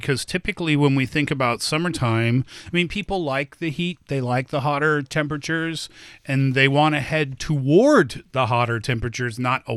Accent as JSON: {"language": "English", "country": "Canada", "said": "I made that previous comment as a Canadian."}